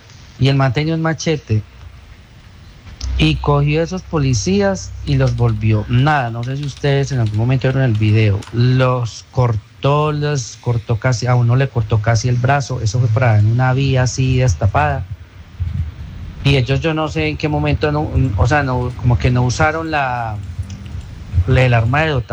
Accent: Pereira, Risaralda, Colombia

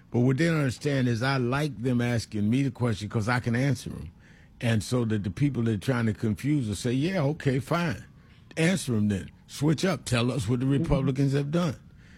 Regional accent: New York, United States; I grew up … right here in New York.

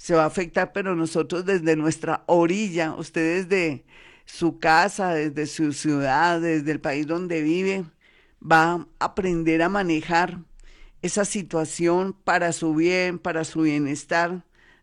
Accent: Colombia

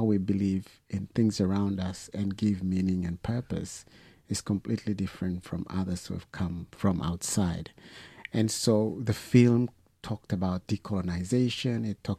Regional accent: East Sepik, Papua New Guinea; now in Brisbane, Australia; I'm from the Nungusume clan of the Sipik River Yatmu culture and language.

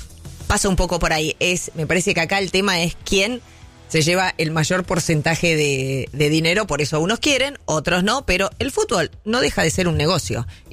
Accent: Argentina; expliqué por qué me parecía que ahí se tenía, como argentinos, ¿no?

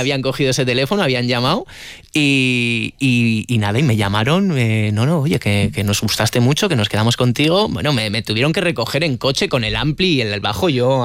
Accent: Logroño, La Rioja, Spain; Tocábamos en Vitoria, tocamos en Burgos, en Calahorra, vale, es La Rioja, pero yo no había salido de Logroño en mi vida

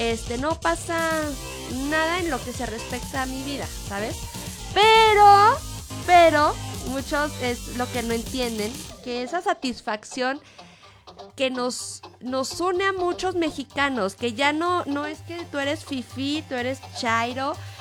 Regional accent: Mexico; No es que tú eres de Chiapas, de Yucatán y yo soy de Sonora, no, es todos somos mexicanos, ¿sabes?

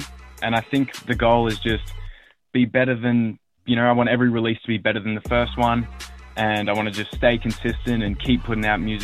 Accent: Melbourne, Victoria, Australia; I am from the inner west of Melbourne. Yep. Born and raised.

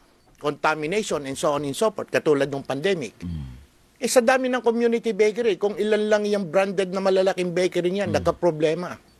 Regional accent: Cuenca, Calabarzon, Philippines; The bakeries of Cuenca, so many years back is 1,250 bakers nang galing sa munting bayan namin.

